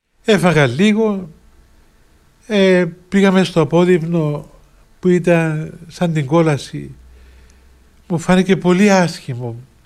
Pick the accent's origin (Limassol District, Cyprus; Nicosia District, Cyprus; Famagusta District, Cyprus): Limassol District, Cyprus; Limassol; moved away; Είμαι από τη Λεμεσό, είμαι διάκονος.